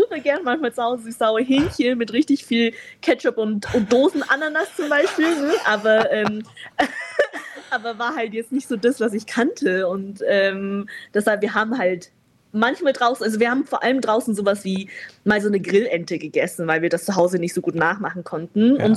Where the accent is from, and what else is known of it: Vienna, Austria; born there; also born or lived in China